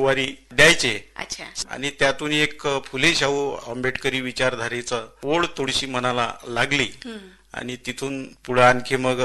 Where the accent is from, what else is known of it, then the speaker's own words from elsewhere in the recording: Sindhi Budruk, Maharashtra, India; also born or lived in Wardha; 1969 साली झालेला आहे आणि माझं बालपण आणि माझा जन्म हा सिंधी बुद्रुक तालुका अचलपूर या खेड्यामध्ये झालेला आहे